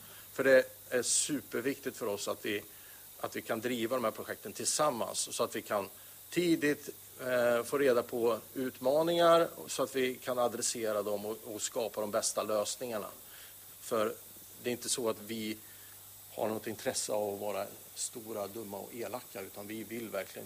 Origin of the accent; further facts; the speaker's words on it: Värmland, Sweden; Inte bara för att jag är värmlänning utan också för er som är i Torsby.